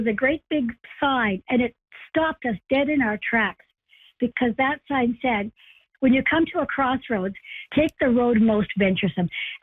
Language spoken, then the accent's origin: English; Nova Scotia, Canada; because we grew up in Cape Breton Island, we had a similar culture in terms of large families, people not being well off financially, and just ordinary Joes.